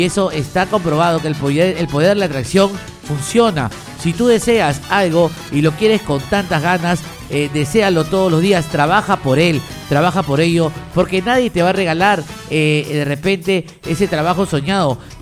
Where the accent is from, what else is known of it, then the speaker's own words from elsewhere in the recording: Lima, Peru; porque nos conocemos cada rincón del sur de Lima, porque somos de aquí, de Lurín, José Gálvez, Vía María, Vía Salvador